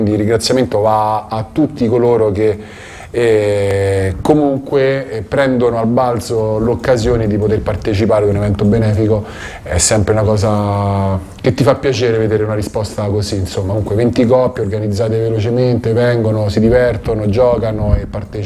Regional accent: Rome, Lazio, Italy; moved away as an adult; now in Taranto, Italy; mi sono trasferito ormai 5 anni fa, e niente, sono di Roma ovviamente

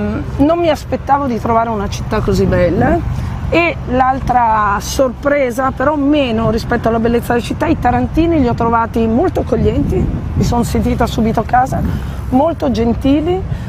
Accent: Imperia, Liguria, Italy; Io sono di Imperia.

